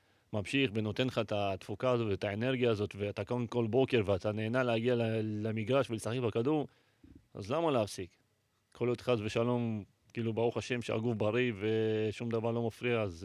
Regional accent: Nof HaGalil, Northern District, Israel; גם גדלתי ברחובות שם בנוף הגליל, וגם במועדון עצמו, מילדים עד לבוגרים.

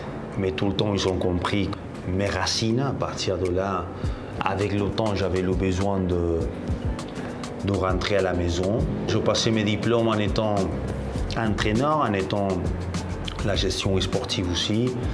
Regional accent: Buenos Aires, Argentina; moved away; also born or lived in France; je suis à Buenos Aires, ça fait 3 ans, de nouveau ici. J'avais le besoin, l'envie de rentrer chez moi.

